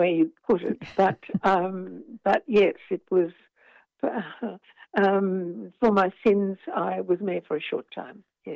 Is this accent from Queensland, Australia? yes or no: yes; Brisbane, Queensland, Australia; moved away as an adult; now in Sydney, Australia; and then I grew up in Brisbane. Education in Brisbane.